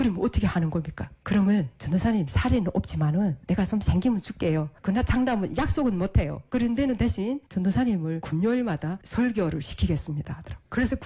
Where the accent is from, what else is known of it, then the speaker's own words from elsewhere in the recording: North Korea; moved away as an adult; now in South Korea; 제가 탈북한 지도 어제는 거의 20년을 가는데 제가 살았던 그 땅도 잊혀집니다.